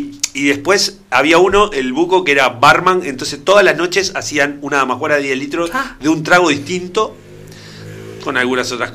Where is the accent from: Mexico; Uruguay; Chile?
Uruguay; Montevideo; moved away as an adult; now in Maldonado, Uruguay; yo soy montevideano, Nando, nací en 18 de julio